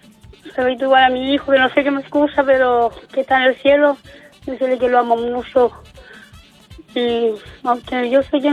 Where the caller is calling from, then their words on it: Coronel, Biobío, Chile; Aquí en Coronel.